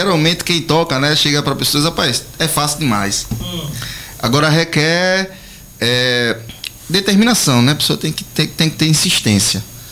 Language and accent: Portuguese; Penedo, Alagoas, Brazil; born there